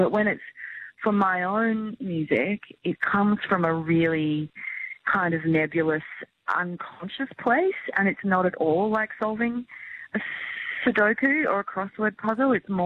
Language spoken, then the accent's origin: English; Queensland, Australia; I'm from Queensland, so I took this, you know … quite seriously.